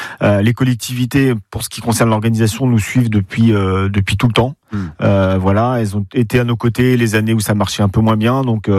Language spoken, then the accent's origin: French; Ernée, Pays de la Loire, France; alors je suis Ernéen d'origine, donc c'est toujours